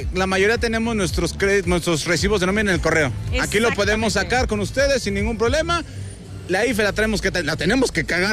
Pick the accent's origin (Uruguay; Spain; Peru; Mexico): Mexico; Mi querido Domi, como buen mexicano queremos estrenar ya.